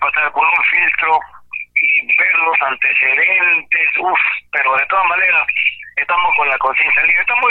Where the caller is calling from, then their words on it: Peru; alentar al Sport Victoria como grandes tucumanos